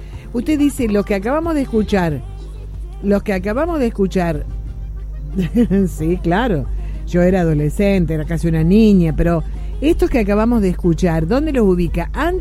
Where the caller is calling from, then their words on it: Bell Ville, Córdoba, Argentina; Hola, Sus … de Belville, guardia, socio 177.